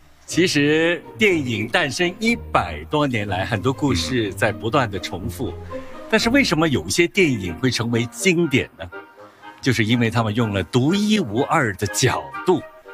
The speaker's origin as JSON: {"language": "Chinese", "country": "Hong Kong", "said": "如果我们香港人讲这个好是怎么讲呢？"}